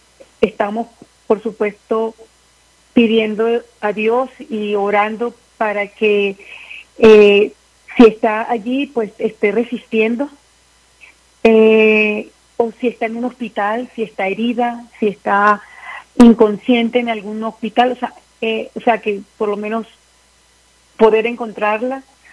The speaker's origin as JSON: {"language": "Spanish", "country": "Venezuela", "moved": "yes"}